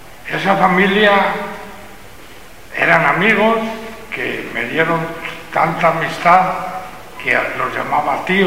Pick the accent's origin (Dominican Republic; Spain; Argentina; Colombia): Spain; Pero los que somos naturales de España, podemos quedar unos 200 o algo por el estilo, no más.